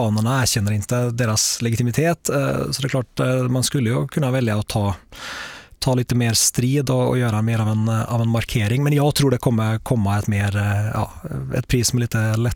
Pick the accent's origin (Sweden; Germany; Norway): Norway; När jag var ung i Norge så var det ju en jättegrej att de här världsstjärnorna kom till Oslo.